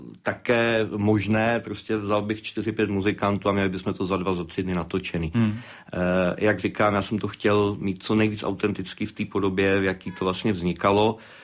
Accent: Heřmanův Městec, Pardubice Region, Czechia; born there; moved away; ve východních Čechách, kde máme oba dva vlastně původní rodiště. Já jsem z Chrudimi, vlastně z Hezmanova městce.

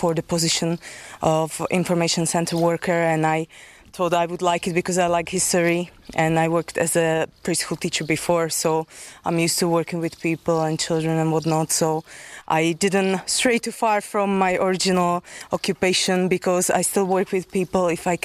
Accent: Slovakia; English is a second language; also born or lived in Ireland; now in Czechia; I'm from Slovakia

